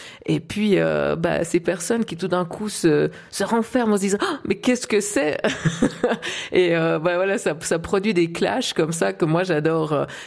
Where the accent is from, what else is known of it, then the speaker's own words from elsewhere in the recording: Switzerland; en tant que Suisse.